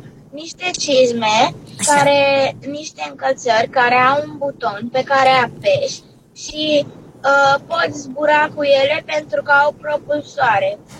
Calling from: Bucharest, Romania; din București, am 8 ani.

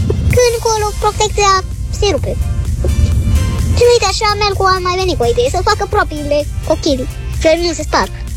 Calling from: Iași, Iași County, Romania; din Iași, am 7 ani.

